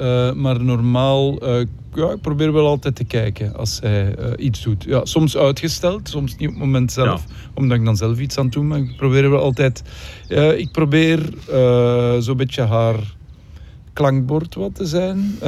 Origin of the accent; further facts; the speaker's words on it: Leuven, Flanders, Belgium; alle drie in Leuven geboren en ja, gebleven.